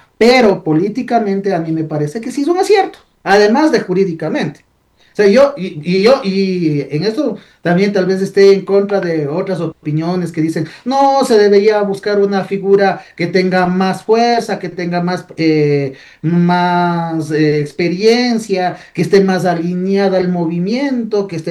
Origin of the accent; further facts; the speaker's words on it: Ecuador; somos los ciudadanos ecuatorianos.